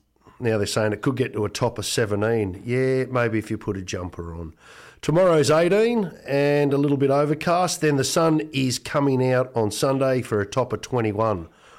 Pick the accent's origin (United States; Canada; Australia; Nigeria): Australia; Of course, we are Australian and we like to play local music. Music from the country we are in.